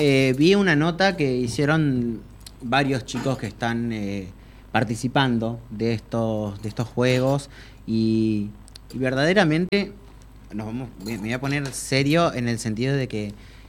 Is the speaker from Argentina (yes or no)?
yes; Argentina; Hoy en día nosotros como argentinos